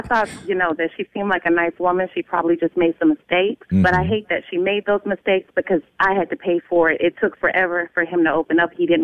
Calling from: Columbus, Georgia, United States; Hey, I'm calling from Columbus, Georgia.

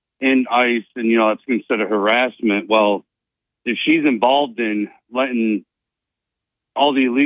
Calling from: New York, United States

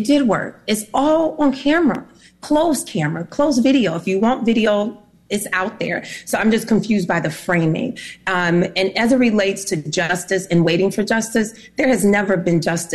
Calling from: Madison, Wisconsin, United States; I'm from Madison, Wisconsin.

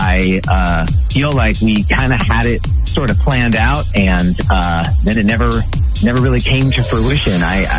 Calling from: Walker, United States; Hi there. I'm from Walker

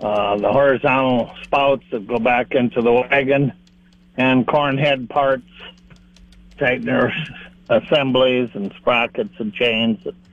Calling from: Parkston, South Dakota, United States; from Parkston.

